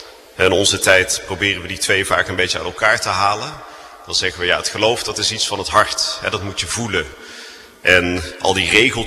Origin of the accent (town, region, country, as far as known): Netherlands